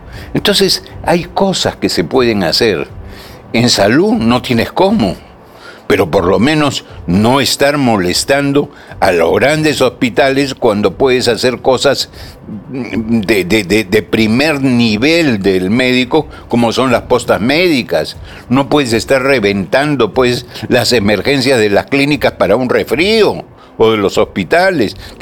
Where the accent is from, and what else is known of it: Peru